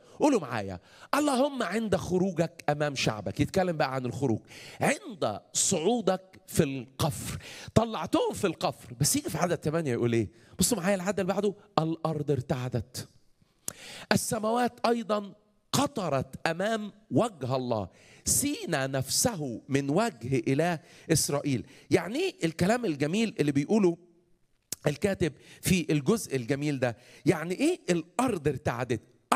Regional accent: Egypt; عندنا في مصر لما حبوا يعني حلوها شويه

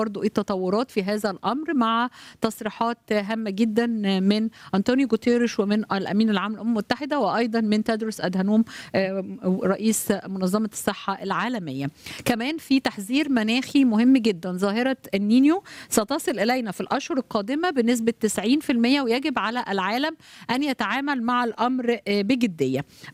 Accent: Egypt; عندنا في مصر

